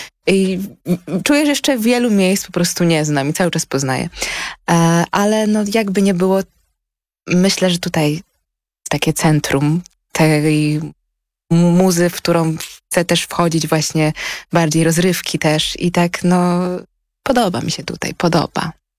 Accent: Gdańsk, Pomeranian Voivodeship, Poland; moved away as an adult; now in Warsaw, Poland; Kocham Trójmiasto, kocham moje miasto Gdańsk. Ale przyznam szczerze, Warszawa też mnie w sobie rozkochała i dobrze się tutaj czuję.

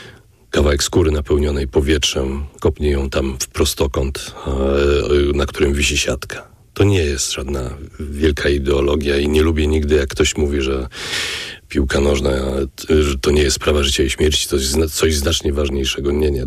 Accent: Warsaw, Masovian Voivodeship, Poland; born there; Ja wychowywałem się na targówku przez parę lat

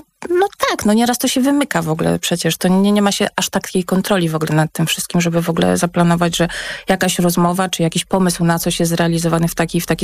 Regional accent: Świdwin, West Pomeranian Voivodeship, Poland; moved away; also born or lived in Koszalin / Kraków; Z Koszalina, teraz rodzice mieszkają ze Świdwina, jestem ze Świdwina

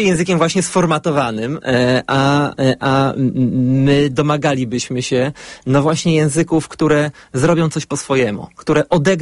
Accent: Radom, Masovian Voivodeship, Poland; pochodzę z Radomia

